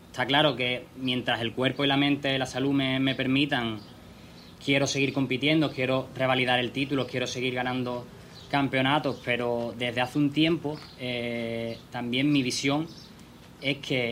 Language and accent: Spanish; Cádiz, Andalusia, Spain; aquí cerca en mi tierra, yo que me siento pues un embajador de ella, ¿no?, y me siento tan orgulloso de ser de Cádiz y soy un amante de la provincia